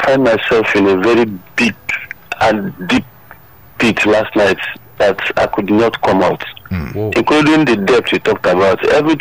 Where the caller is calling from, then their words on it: Ikorodu, Lagos, Nigeria; from Ikorodu.